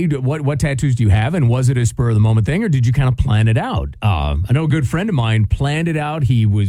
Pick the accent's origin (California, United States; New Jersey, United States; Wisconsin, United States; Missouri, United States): Wisconsin, United States; because of course we were growing up in Wisconsin